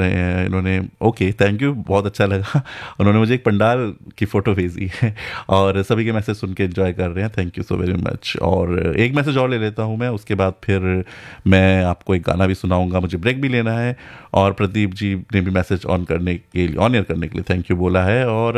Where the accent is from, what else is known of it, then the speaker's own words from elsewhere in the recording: Uttarakhand, India; गढ़वाल उत्तराखंड से, मतलब हम भी वहीं से हैं